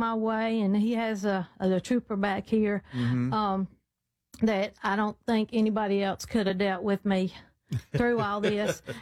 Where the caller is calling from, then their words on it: Alabama, United States; We're from beautiful Lake Martin.